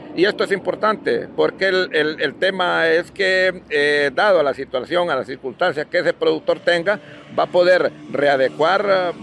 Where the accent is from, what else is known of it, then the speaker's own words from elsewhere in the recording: Honduras; aquí todos somos hondureños